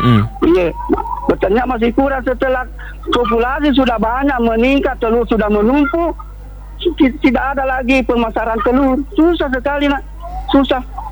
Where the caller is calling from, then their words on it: South Sulawesi, Indonesia; Mentan itu kan orang kita-kita juga, orang Sulawesi Selatan